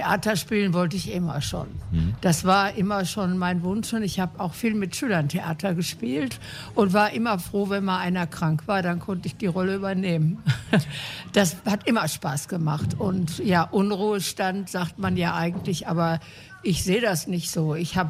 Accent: North Rhine-Westphalia, Germany; born there; moved away as an adult; now in Hamm, Germany; ich bin in Berchtesgaden-Oberaden geboren

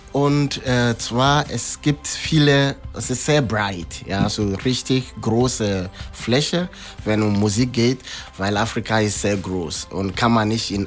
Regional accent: Ghana; German is a second language; now in Siegen, Germany; wo ich komme aus Ghana.

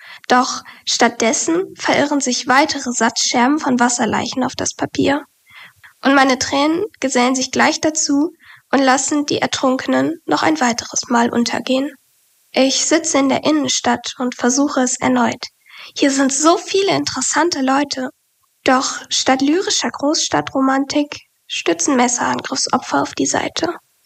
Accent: Essen, North Rhine-Westphalia, Germany; born there; ich bin 20 Jahre alt. Ich komme gebürtig aus Essen und studiere in Bochum.

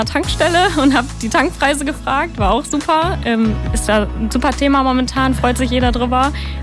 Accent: Essen, North Rhine-Westphalia, Germany; Also ich komme aus Kupferdreh, bin hier zwar nicht geboren, aber wohne hier gefühlt schon immer.

